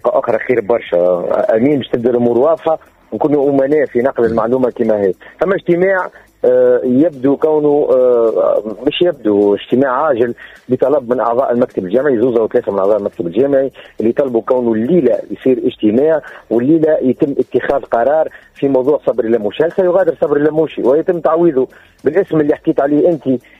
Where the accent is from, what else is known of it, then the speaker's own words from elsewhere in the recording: Tunisia; now in United States; الحقيقة انا راني تونسي معناه وجاي من أمريكا وما عندي حتى علاقة بحد شيء